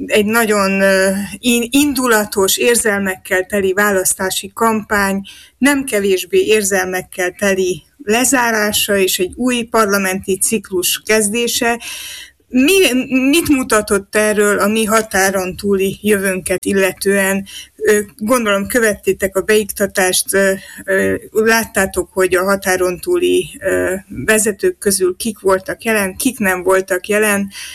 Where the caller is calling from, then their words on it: Târgu Mureș, Mureș County, Romania; és Marosvásárhelyről vagyok hallható